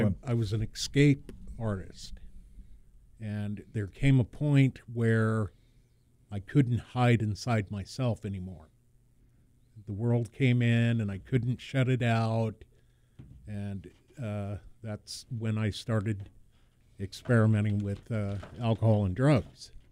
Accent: Reno, Nevada, United States; Reno, Nevada.

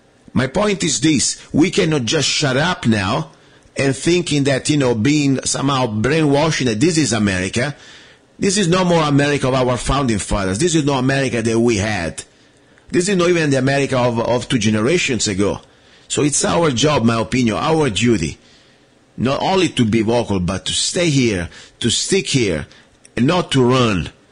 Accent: Italy; English is a second language; now in United States; if you don't like the way it is, go back to Italy. You know what? First of all, I'm an American now.

